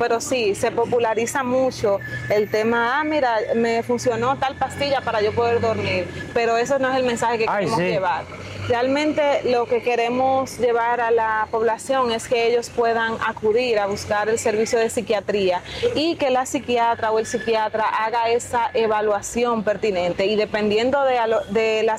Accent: Dominican Republic; nosotros como dominicanos

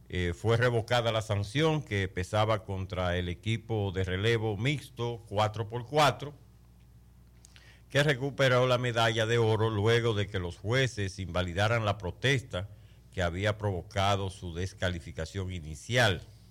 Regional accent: Dominican Republic

